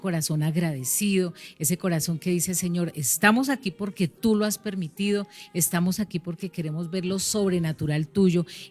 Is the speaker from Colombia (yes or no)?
yes; Colombia; Entonces, eso también, por supuesto, porque somos colombianos.